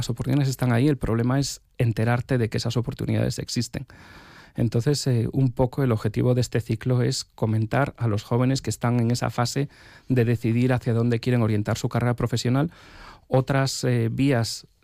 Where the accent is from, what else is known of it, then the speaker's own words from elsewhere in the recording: Lugo, Galicia, Spain; moved away as an adult; Yo me crié en Lugo, estudié aquí